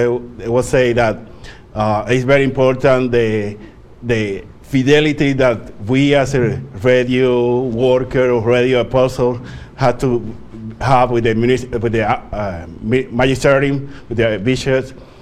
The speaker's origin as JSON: {"language": "English", "country": "Puerto Rico", "second_language": "English", "lives_now": "Dalton, United States", "said": "No, I'm from Puerto Rico."}